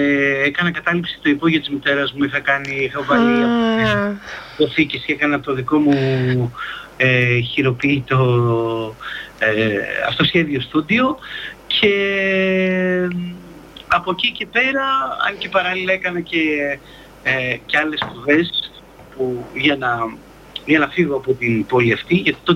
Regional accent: Giannitsa, Central Macedonia, Greece; moved away as an adult; also born or lived in Thessaloniki; εγώ η καταγωγή μου είναι από τα Γενιτσά, είναι μια πόλη στο νομό Πέλλας, έξω από τη Θεσσαλονίκη

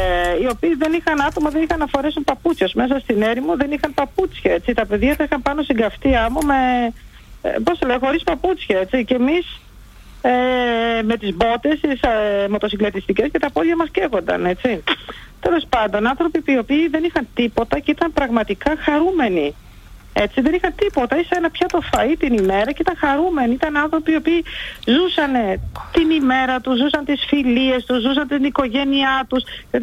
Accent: Greece; επειδή είμαι Ελληνίδα

